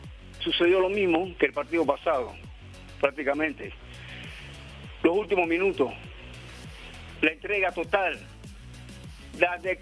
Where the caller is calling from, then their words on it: Panamá Oeste, Panama; yo como panameño